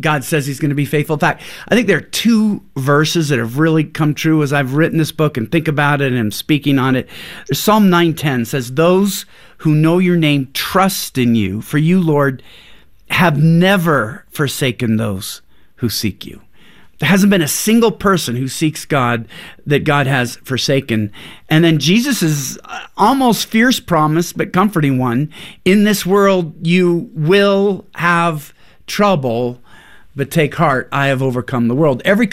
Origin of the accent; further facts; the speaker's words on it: Pacific Northwest, United States